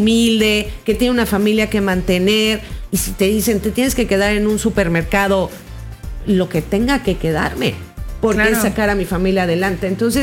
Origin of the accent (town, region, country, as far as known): Mexico